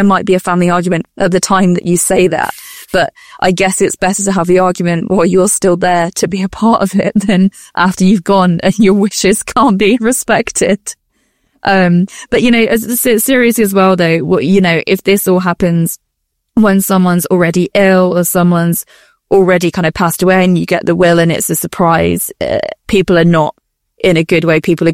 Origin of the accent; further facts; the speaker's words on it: United Kingdom; we're British.